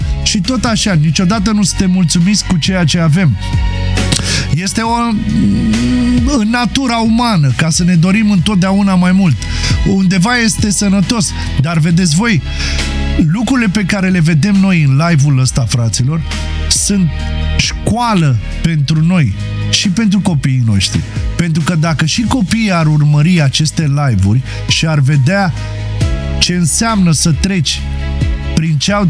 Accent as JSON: {"language": "Romanian", "country": "Romania", "said": "Eu sunt român și sunt mândru de asta."}